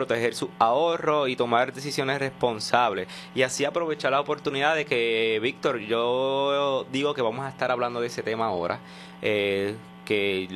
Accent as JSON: {"language": "Spanish", "country": "Puerto Rico", "said": "nosotros como puertorriqueño"}